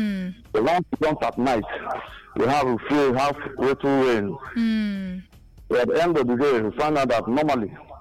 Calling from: Nigeria; calling from Ungo.

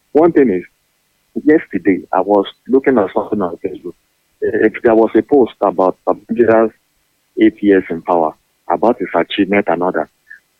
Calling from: Ibadan, Oyo, Nigeria; I'm calling from Mokola.

